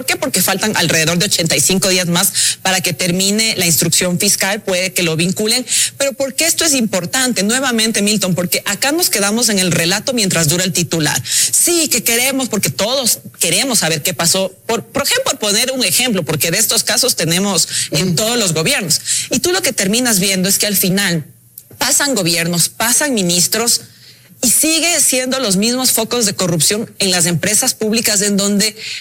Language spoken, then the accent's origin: Spanish; Ecuador